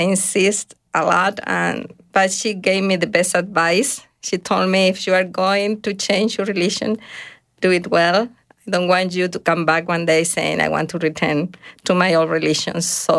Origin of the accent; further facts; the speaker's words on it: Uruguay; moved away; I was raised in Uruguay, and when I was raised in the Catholic belief with a strong faith in Jesus Christ and Heavenly Father.